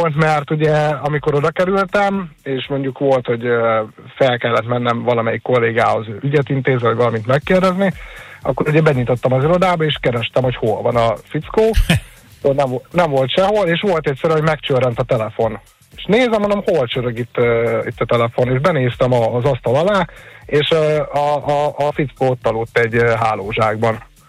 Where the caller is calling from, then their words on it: Hungary